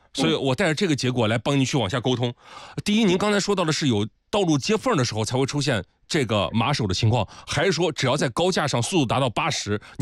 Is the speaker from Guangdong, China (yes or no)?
no; Hangzhou, Zhejiang, China; 因为咱都是杭州的，我对路面比较清楚。